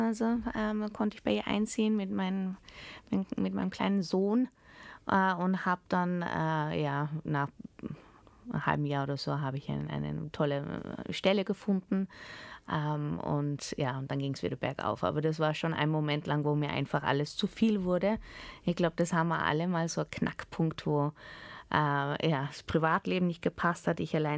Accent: Austria; moved away as an adult; also born or lived in London / Australia; Ich bin in Österreich geboren, ich habe in Österreich maturiert. Jetzt bin ich wieder in Österreich seit 16 Jahren, also ich bin schon viel mehr Österreicherin als Holländerin.

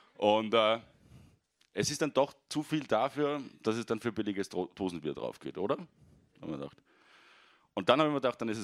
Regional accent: Salzburg, Austria; moved away as an adult; now in Vienna, Austria; Also ich bin ursprünglich aus Salzburg nach Wien gezogen, um dort so richtig durchzustarten als Comedian.

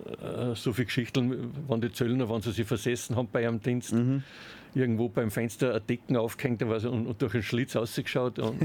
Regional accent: Golling an der Salzach, Salzburg, Austria; Ich bin direkt im Pluntatal aufgewachsen.

